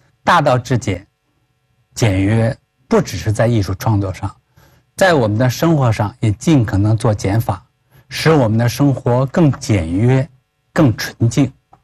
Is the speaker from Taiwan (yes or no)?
no; China; 我们中国人自古讲究崇仁尊礼，